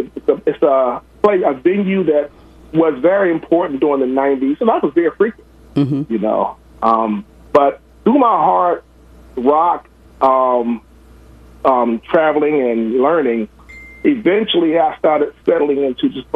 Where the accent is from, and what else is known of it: Philadelphia, Pennsylvania, United States